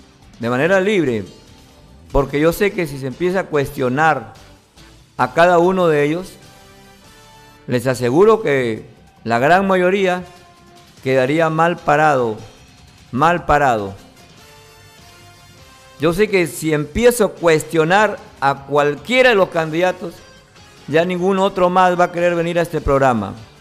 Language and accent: Spanish; Tambogrande, Piura, Peru; soy tamborandino, camotero, con mucho orgullo, con mucha honra